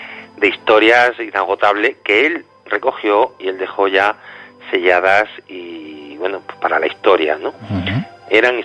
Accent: Granada, Andalusia, Spain; yo el primero, siendo granadino y siendo de aquí y habiéndome criado en Granada

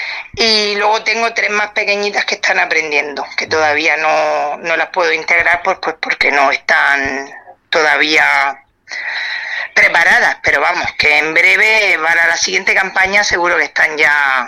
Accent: Lorca, Region of Murcia, Spain; born there; mis padres siempre, bueno, ellos eran andaluces y a mí, pues yo nací aquí en Lorca

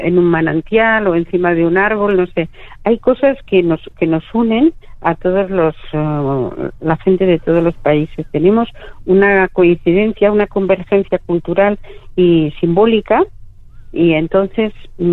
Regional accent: Toledo, Castilla-La Mancha, Spain; Cuando digo que soy de La Mancha me dicen, ah, como Don Quijote.

